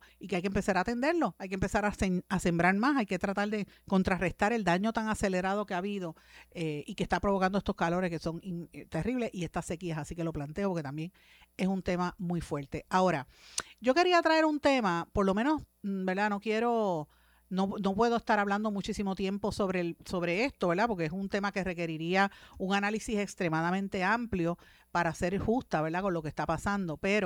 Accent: Puerto Rico; para nosotros como puertorriqueños, nos demuestra que seguimos dejando de tener valor estratégico y comercial para Estados Unidos.

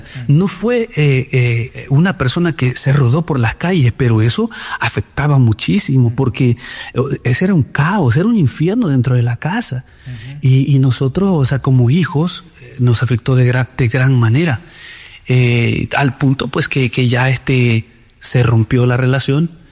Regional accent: El Salvador; Yo nací en El Salvador, en una familia muy, muy fuerte

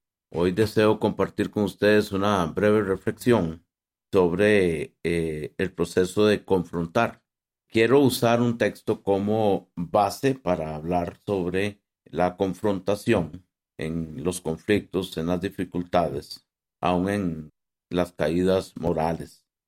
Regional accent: Costa Rica; no somos los ticos directos.

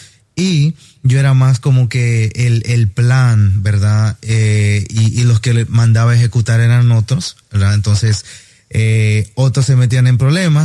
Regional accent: Acapulco, Guerrero, Mexico; Yo soy de México, originario de Acapulco. Entonces, si han visto alguna... telenovela, ¿verdad? Aquellos curiosos. Yo soy de ahí.

